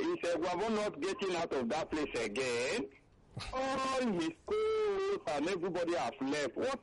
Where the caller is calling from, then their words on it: Nigeria; I'm calling from Okeafa.